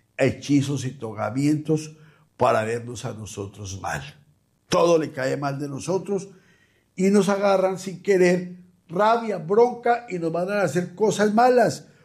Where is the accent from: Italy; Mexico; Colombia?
Mexico; moved away; de mi tierra, de México